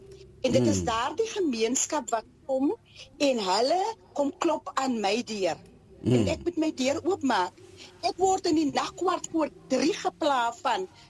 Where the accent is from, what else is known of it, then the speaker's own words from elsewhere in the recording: Mossel Bay, Western Cape, South Africa; ek het groot geword in Apollestraat, ek is een gebore Mosselbaaier, en dan het ek ook, my laerskool was ook net die straat bokant my gewees